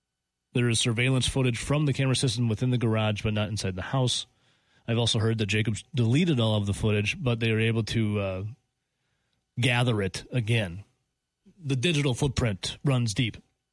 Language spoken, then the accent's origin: English; Dodgeville, Wisconsin, United States; I'm from Dodgeville. I think it was 2005. A kangaroo was loose in Dodgeville, and no one knew where that came from.